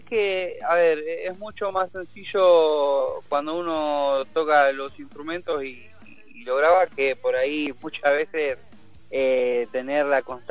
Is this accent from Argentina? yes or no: yes; San Miguel, Buenos Aires Province, Argentina; yo soy de Zona Norte, el barrio de Muniz. Ajá. Ubicado dentro de lo que es el partido San Miguel.